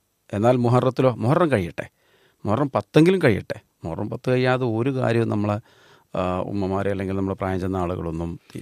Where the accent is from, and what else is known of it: Malappuram, Kerala, India